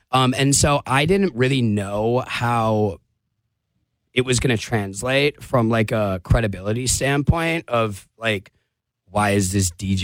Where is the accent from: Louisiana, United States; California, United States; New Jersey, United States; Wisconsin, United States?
Wisconsin, United States; Bayside; also born or lived in Cedarburg, Wisconsin / Milwaukee, Wisconsin; I just turned 28. I am from Milwaukee County. Okay. So I grew up in Bayside, went to school in, like, Fox Bay or Fox Point, Whitefish Bay.